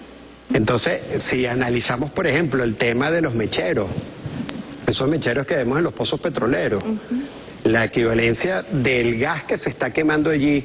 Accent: Venezuela; En Venezuela tenemos la quinta reserva mundial de torio

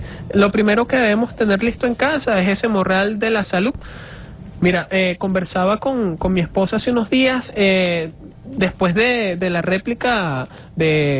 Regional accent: Venezuela; Lo que sí es que nosotros, como venezolanos, como venezolanas, nos mantenemos, mira, al pendiente 24/7 con todo tipo de apoyo.

